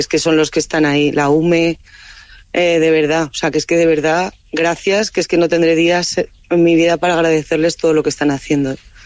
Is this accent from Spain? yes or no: yes; Aragon, Spain; Pues es que es devastador, pero no solamente es mi pueblo, porque está los pueblos de alrededor, que como estaban los medios de institución en los monasterios, pues está Vina, Cualastuey, Arbues, Bailo, ahora Santa María de la Peña